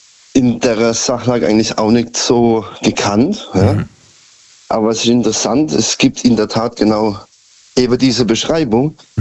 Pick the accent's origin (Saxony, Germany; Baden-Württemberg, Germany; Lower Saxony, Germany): Baden-Württemberg, Germany; Karlsruhe; Ich komme aus Karlsruhe.